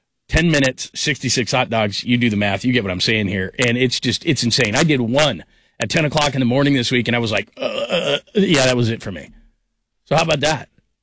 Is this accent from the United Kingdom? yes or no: no; California, United States; Joey's from the Bay Area. I'm from the Bay Area. Worked at KBR in the Bay Area for years and years and years.